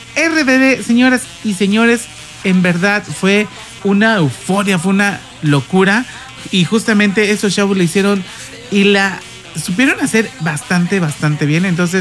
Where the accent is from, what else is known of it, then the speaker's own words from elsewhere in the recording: Mexico; podemos replicarla y ponerle nuestro sello como buenos mexicanos.